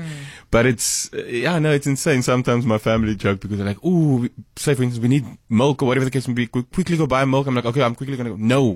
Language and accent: English; Malmesbury, Western Cape, South Africa; I can remember growing up in Malmesbury, I couldn't have asked for a better place to grow up.